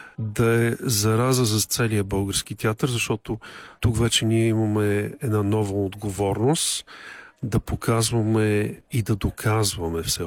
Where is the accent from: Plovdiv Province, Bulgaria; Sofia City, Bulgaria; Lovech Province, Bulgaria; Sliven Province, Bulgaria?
Lovech Province, Bulgaria; Lovech; moved away as an adult; also born or lived in Pleven; когато за пръв път приех на 29 години да стана директор на театъра в родния ми град Ловеч